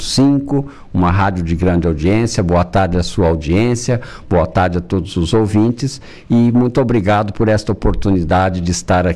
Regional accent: Campo Grande, Mato Grosso do Sul, Brazil; eu nasci em Campo Grande, né? No Mato Grosso do Sul

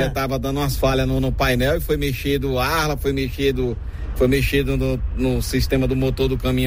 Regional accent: Teresina, Piauí, Brazil; now in Floresta, Brazil; Sou natural de Teresina, no Piauí.

